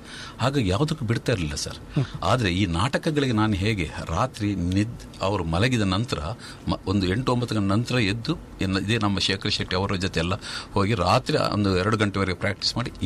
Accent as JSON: {"language": "Kannada", "town": "Hoigebail", "region": "Karnataka", "country": "India", "tie": "born or raised there", "said": "ನಾನು ಅದೇ ಹೊಯ್ಗೆಬೈಲ್, ನಮ್ಮ ಉರ್ವ ಹೊಯ್ಗೆಬೈಲ್ ಅಂತ ಹೇಳ್ತಾರೆ, ಅದು ಬೋಳು ಗ್ರಾಮಕ್ಕೆ ಸೇರುತ್ತೆ. ಸೊ ಅಲ್ಲಿ ನಾನು ಹುಟ್ಟಿದ್ದು."}